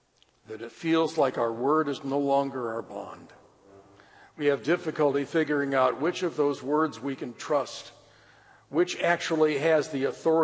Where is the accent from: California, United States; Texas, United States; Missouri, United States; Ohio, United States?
Missouri, United States; I'm from Missouri.